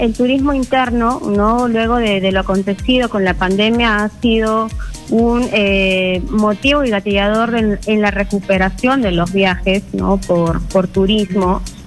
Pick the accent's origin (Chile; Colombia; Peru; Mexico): Peru; Creo que como peruanos nos llena de orgullo.